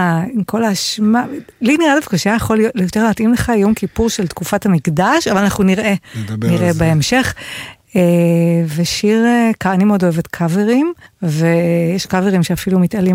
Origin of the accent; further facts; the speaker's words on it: Bnei Brak, Tel Aviv District, Israel; אצלנו בבני ברק